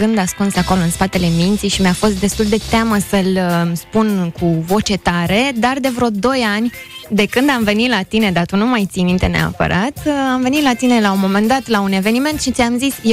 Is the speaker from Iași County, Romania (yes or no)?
no; Focșani, Vrancea County, Romania; moved away as an adult; now in Bucharest, Romania; Sunt din Focșani, nu sunt din București, dar deja stau de 12 ani în București.